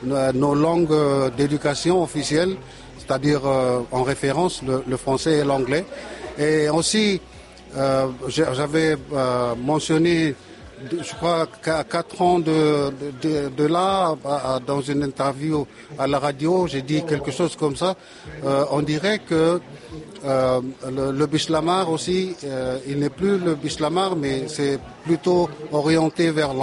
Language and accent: French; Pentecost, Penama, Vanuatu; je suis de Pentecôte, je suis non seulement bilingue, mais je parle beaucoup de langues, il y a aussi mon dialecte